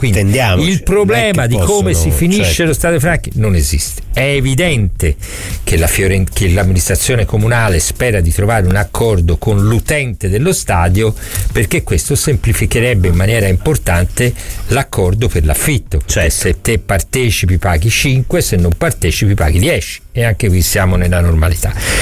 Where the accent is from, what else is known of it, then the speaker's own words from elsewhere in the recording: Florence, Tuscany, Italy; io sono fiorentino